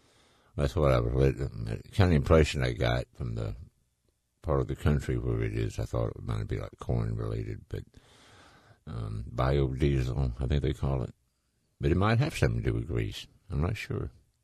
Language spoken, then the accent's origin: English; Laurel, Mississippi, United States; at the Masonite plant there in my hometown of Laurel, Mississippi